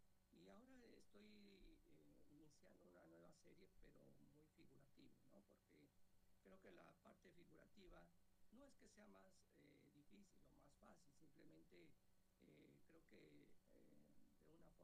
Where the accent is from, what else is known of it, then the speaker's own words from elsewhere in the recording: Mexico; moved away as an adult; now in Alto Valle, Río Negro, Argentina; soy escultor mexicano, vivo acá un par de años acá en el Valle.